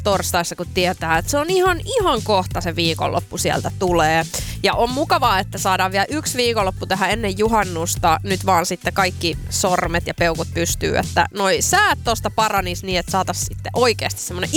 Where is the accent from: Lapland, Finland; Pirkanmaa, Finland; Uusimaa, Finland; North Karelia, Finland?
Uusimaa, Finland; Vantaa; olen vantaalainen ollut elämästäni ison osuuden.